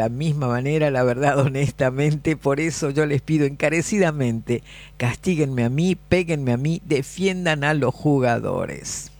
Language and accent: Spanish; Argentina; Le digo, miren, yo le voy a decir una cosa como argentino, no como técnico de la selección paraguaya.